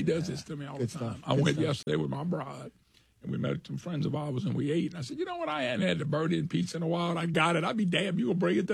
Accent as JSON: {"language": "English", "town": "Plaquemine", "region": "Louisiana", "country": "United States", "tie": "born or raised there", "also_born_or_lived": "Baton Rouge, Louisiana", "lives_now": "Lafayette, United States", "said": "When I grew up in Plaquemine, Louisiana."}